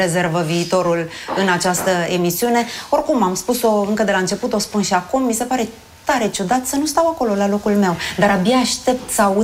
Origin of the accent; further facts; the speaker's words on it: Vaslui, Vaslui County, Romania; sunt moldoveancă.